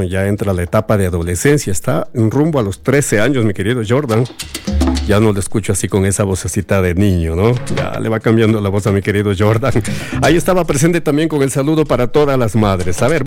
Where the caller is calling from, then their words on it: Portoviejo, Manabí, Ecuador; Soy de Manabí, Puerto Viejo